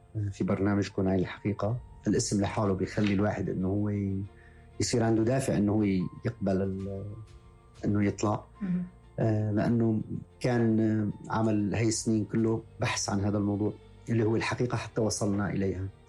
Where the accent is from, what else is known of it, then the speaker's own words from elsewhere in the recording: Libya; كنت في فترة مع أهلي في ليبيا، طفولتي كلها كانت في ليبيا.